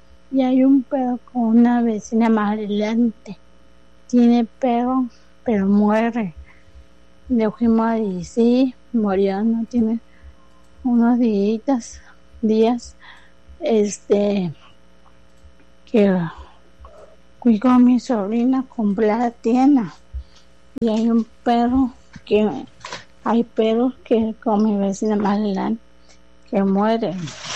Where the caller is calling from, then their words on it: Mexico; Yo vivo en Tierra Libertad, en la colonia Tierra Libertad.